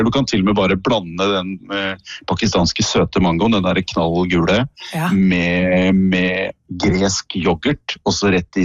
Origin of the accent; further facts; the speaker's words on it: Jevnaker, Innlandet, Norway; Når jeg vokste opp på Jevnaker